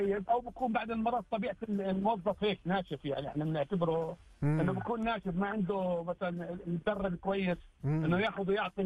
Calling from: Riyadh, Riyadh Province, Saudi Arabia; من الرياض.

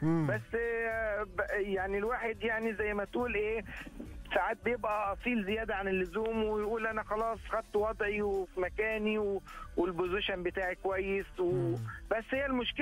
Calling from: Riyadh, Riyadh Province, Saudi Arabia; من الرياض.

